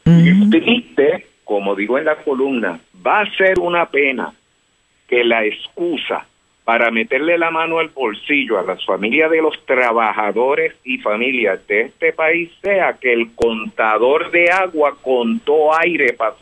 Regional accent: San Germán, Puerto Rico; compartí con unas amistades el pasado sábado acá en mi pueblito de San Germán

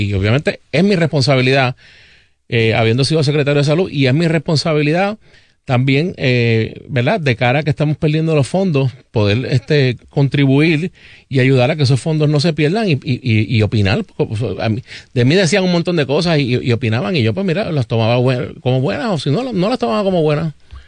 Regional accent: Puerto Rico

